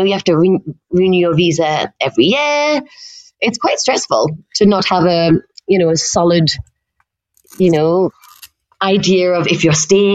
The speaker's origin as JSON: {"language": "English", "town": "Newcastle", "region": "North East England", "country": "United Kingdom", "moved": "as an adult", "lives_now": "France", "said": "So the other half of Ask the Expat Girls. I'm from England too, from Newcastle. And I also arrived in France around 14 years ago with Erasmus."}